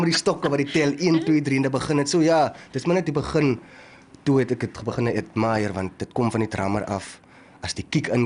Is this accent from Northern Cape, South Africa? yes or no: yes; Springbok, Northern Cape, South Africa; born there; accent: Namaqualand dialect; Ek is gebore in Namakwala, ja, in Springbok.